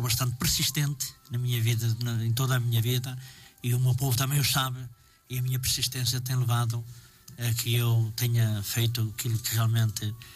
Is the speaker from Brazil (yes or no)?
no; Portugal; born or raised there